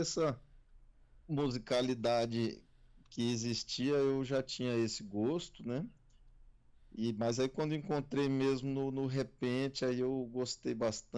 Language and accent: Portuguese; Brasília, Federal District, Brazil; born there; Eu mesmo já nasci em Brasília